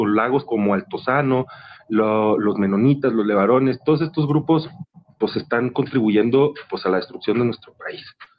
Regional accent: Mexico; como mexicanas, mexicanos, clase obrera de pueblos originarios

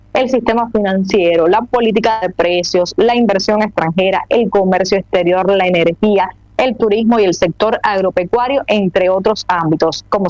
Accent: Cuba; a lo interno como cubanos.

